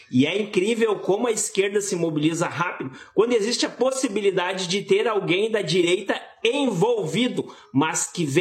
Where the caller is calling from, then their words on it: Cachoeirinha, Rio Grande do Sul, Brazil; Por aqui é … da cidade de Cachoeirinha, no Rio Grande do Sul